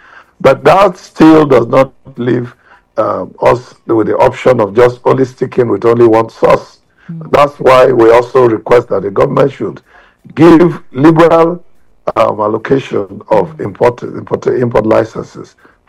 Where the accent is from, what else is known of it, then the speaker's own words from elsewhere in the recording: Nigeria; we are Nigerians